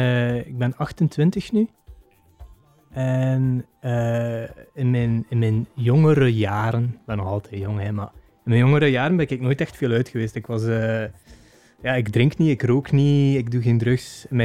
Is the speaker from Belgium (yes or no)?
yes; Waregem, Flanders, Belgium; Maar nee, maar dus, ik ben ook van Waregem. En in Waregem, er is niet echt muziek dat mij aanstond.